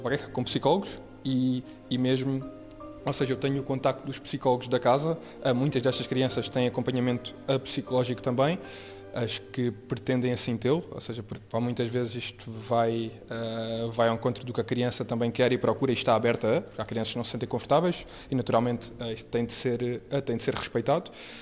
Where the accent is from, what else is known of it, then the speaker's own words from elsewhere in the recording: Faro, Portugal; now in Lisbon, Portugal; não sou de cá, sou do Algarve, e já tinha feito lá voluntariado também assim escolar